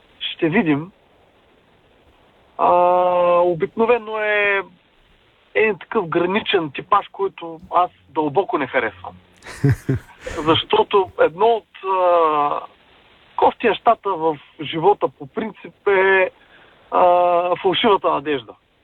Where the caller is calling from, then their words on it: Varna, Varna Province, Bulgaria; от Варна.